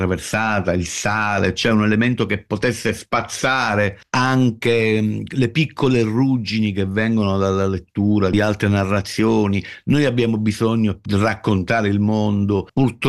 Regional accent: Sicily, Italy; Io sono un siciliano

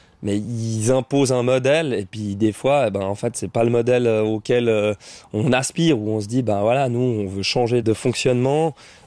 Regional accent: Versoix, Geneva, Switzerland; born or raised there

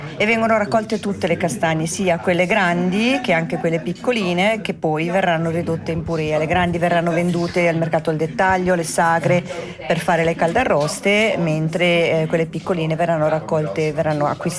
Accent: Ticino, Switzerland; Anch'io sono di Sannio, quindi sono qua della zona

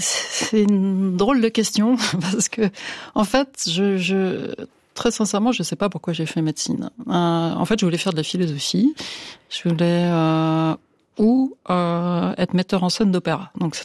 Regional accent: Bordeaux, Nouvelle-Aquitaine, France; born there; Moi, je suis née à Bordeaux, dans une magnifique ville, vraiment avec un ensemble 18e magnifique, qui était une belle endormie, parce qu'il n'y avait pas grand-chose à cette époque-là. De parents médecins

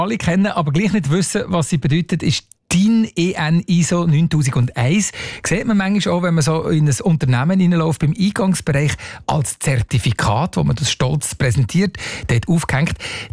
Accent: Switzerland; Die regelt nämlich die Anforderungen und auch das Prüfverfahren für Handzahnbürste bei uns in der Schweiz, dass wir alle ganz sicher unsere Zähne putzen können.

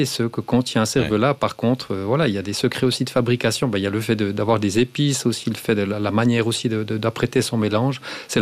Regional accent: Jura, Switzerland; moi, en tant que jurassien, on a la saucisse d'Ajoie qui est liée, en fait, à la fête de la Saint-Martin.

